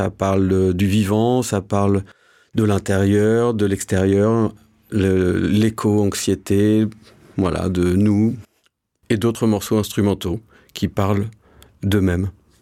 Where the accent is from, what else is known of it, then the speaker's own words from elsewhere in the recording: L'Aigle, Normandy, France; Je viens de L'Aigle et j'aimerais vous parler de mon troisième album